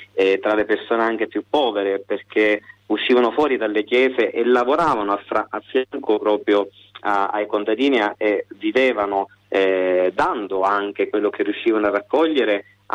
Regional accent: Sicily, Italy; sono voluto ritornare alla mia terra, in Sicilia, a riscoprire dei percorsi storici proprio nei luoghi dove sono cresciuto.

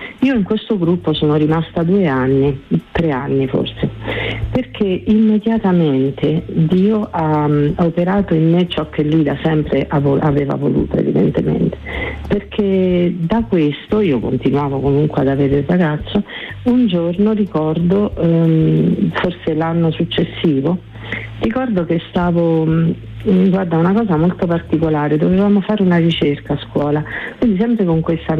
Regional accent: Abruzzo, Italy; E io sono abruzzese, sono marsicana

